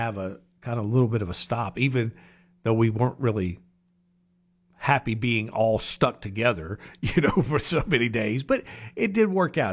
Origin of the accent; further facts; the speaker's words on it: Louisiana, United States; moved away; I grew up and was born and raised in Louisiana